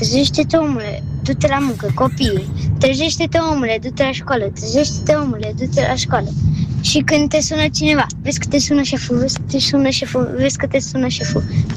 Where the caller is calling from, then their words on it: Iași, Iași County, Romania; din Iași și am 10 ani